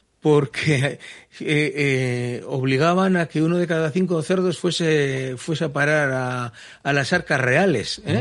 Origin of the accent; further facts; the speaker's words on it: Barakaldo, Basque Country, Spain; con perdón, yo no, porque soy de Baracaldo, pero somos de Bilbao.